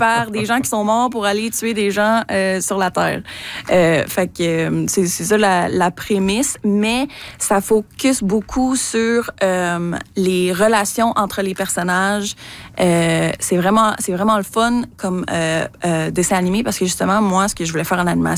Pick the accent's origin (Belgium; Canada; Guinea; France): Canada; Montreal, Quebec; moi, dans le fond, je viens de Montréal, donc c'est quand même vraiment le fun de pouvoir faire quelque chose comme ça dans ma province.